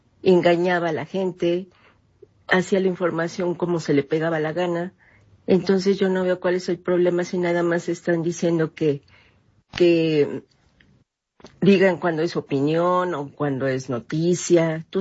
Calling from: Naucalpan, State of Mexico, Mexico; de Naucalpan, Estado de México.

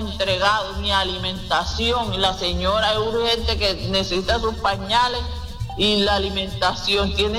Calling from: Villanueva, Bolívar, Colombia; le estoy llamando de Villanueva, Bolívar.

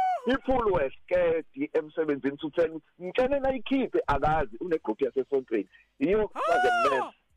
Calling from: Richards Bay, KwaZulu-Natal, South Africa; in Richards Bay, first time caller.

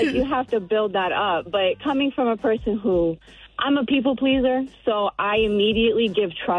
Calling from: Augusta, Georgia, United States; Augusta, Georgia.

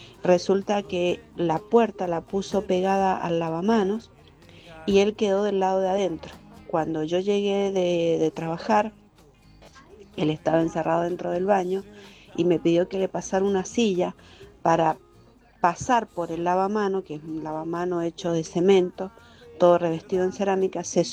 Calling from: Maipú, Mendoza, Argentina; de Coquimbito, Maipú.

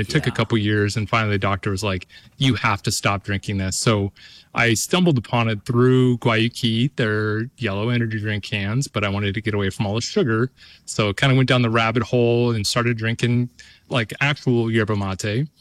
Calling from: Longview, Washington, United States; I'm calling from Longview, Washington.

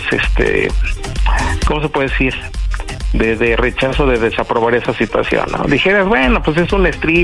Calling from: Mexico City, Mexico; Soy de la Ciudad de México y tengo 39 años.

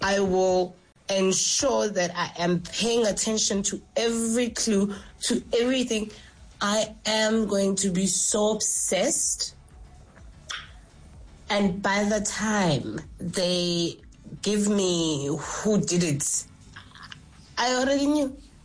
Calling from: Fourways, Gauteng, South Africa; I'm here from Four Ways.

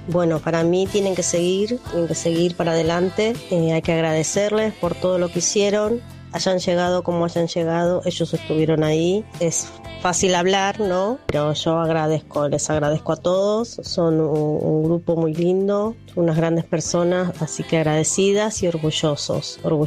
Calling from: José Mármol, Buenos Aires Province, Argentina; Mis últimos números son 967 y soy de José Mármol.

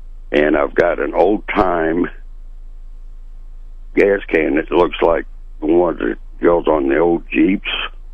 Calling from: Marshall, United States; Good morning. I'm calling from Marshall.

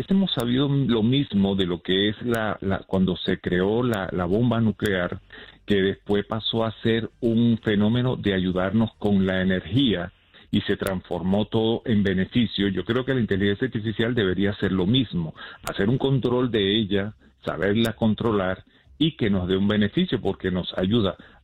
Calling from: Miami, Florida, United States; Estoy aquí cerquita de ti, aquí en Miami.

